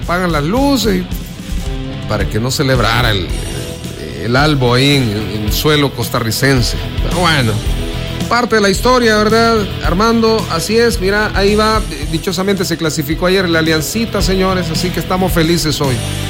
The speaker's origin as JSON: {"language": "Spanish", "country": "El Salvador", "said": "Como nacionales, como salvadoreños"}